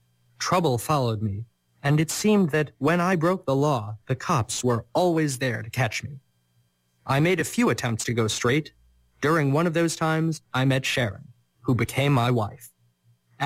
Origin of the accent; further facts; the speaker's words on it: Windsor, Ontario, Canada; born there; I was born in Windsor, Ontario, in Canada.